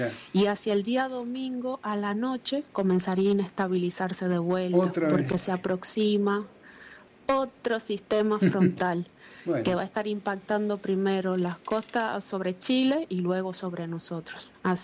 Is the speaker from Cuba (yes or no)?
yes; Cuba; moved away; muy reconocida en Cuba y es de mi pueblo.